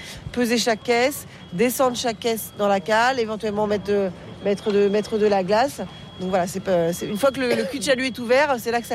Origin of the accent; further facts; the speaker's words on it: Brittany, France; On dit le bao, sinon chez nous en Bretagne.